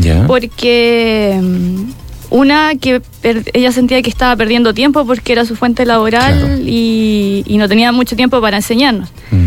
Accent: Rari, Maule, Chile; yo vengo de la localidad de Rari, que queda aproximadamente 25 kilómetros desde Linares, desde la provincia de Linares, hacia la precordillera. Es un pueblo pequeño, muy conocido por la artesanía que se realiza allá, que es el tejido en crin de caballo.

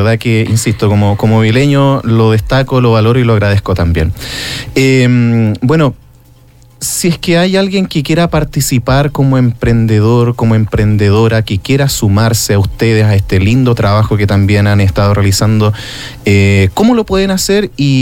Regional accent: Los Vilos, Coquimbo, Chile; Uno como vileño, yo soy nacido y criado acá en Los Vilos

